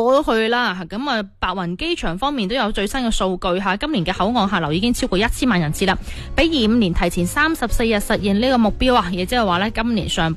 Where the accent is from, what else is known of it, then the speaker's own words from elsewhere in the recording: Guangdong, China; 对我哋广东人嚟讲就快到